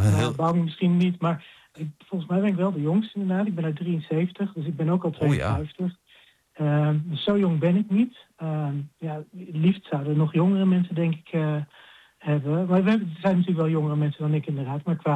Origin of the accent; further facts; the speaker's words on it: Sint-Michielsgestel, North Brabant, Netherlands; born there; Ik ben geboren in Sint-Michiels-Gestel in Brabant. Maar daar woonden mijn ouders toen.